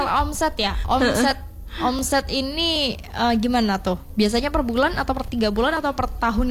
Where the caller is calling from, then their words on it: Cilegon, Banten, Indonesia; Halo Kak, selamat siang. Kak, kebetulan aku dari Cilegon.